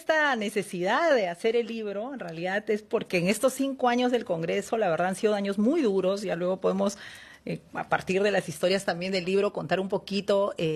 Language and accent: Spanish; Ancash, Peru; Yo vengo de una familia de La Puna, ¿no?, de 4.000 metros de altura, gente dedicada a la agricultura, de abuelitos que, como mucha gente que está ahorita que no fue a la escuela nunca, mis papás hicieron cuarto de primaria, ¿no?